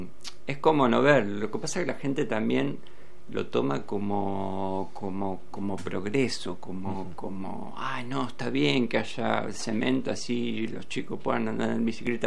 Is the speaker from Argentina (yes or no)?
yes; Berisso, Buenos Aires Province, Argentina; also born or lived in Punta Lara; Yo me crié también, yo soy de Berisso, pero me crié toda la vida.